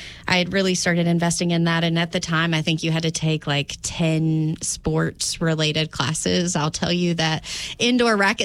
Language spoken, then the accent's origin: English; Smyth County, Virginia, United States; I grew up in Smith County, graduated from Chilhowee